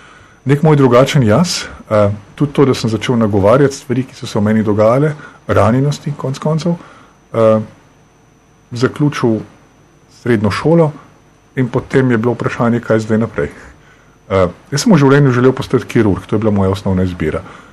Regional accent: Škofja Loka, Upper Carniola, Slovenia; Izhajam iz Škofje Loke, iz ene, jaz vedno pravim, poprečne slovenske družine, imam brata, ki je 5 let starejši od mene.

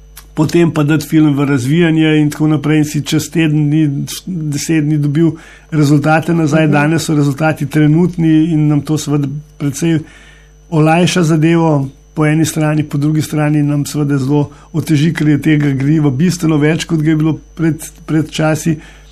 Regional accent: Lower Carniola, Slovenia; smo Dolenjci

